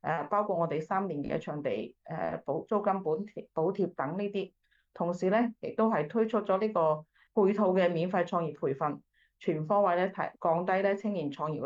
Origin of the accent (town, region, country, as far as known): Foshan, Guangdong, China